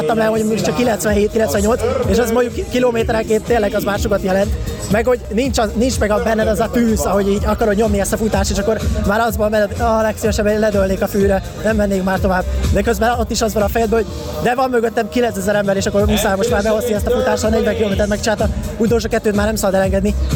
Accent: Hungary; legalább magyarként sikerült behozni

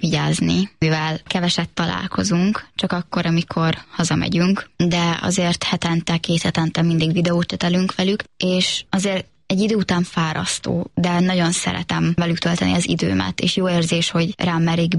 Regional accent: Hungary; itt születtem, itt nőttem fel, itt élünk most is

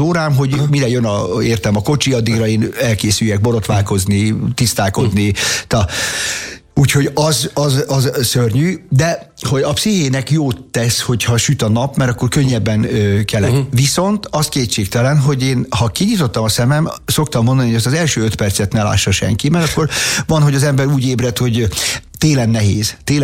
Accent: Budaörs, Pest, Hungary; én budaörsi vagyok, tehát átmentünk az óvodába, és az semmi.

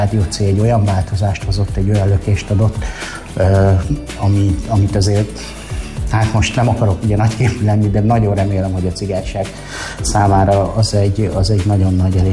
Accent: Budapest, Hungary; én Békés-megyeren nőttem föl lakótelepen, tehát nem feltétlenül cigány közösségben. Édesanyám, aki cigány származású

